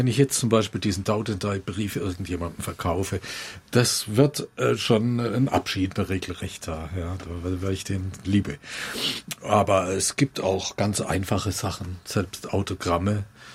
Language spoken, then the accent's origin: German; Würzburg, Bavaria, Germany; Ja, ich bin Würzburger und für mich ist eine der schönsten Hänge, die Würzburg da hat, der Festungshang, der Nikolausberg.